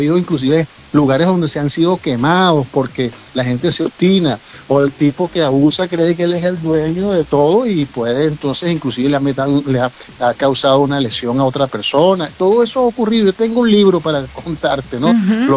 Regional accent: Venezuela; Yo soy venezolano y me corren sangre venezolana por las venas

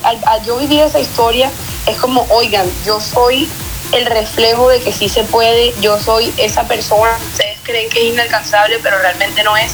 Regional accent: Colombia; born there; Mi mamá es venezolana y yo nací aquí en Colombia.

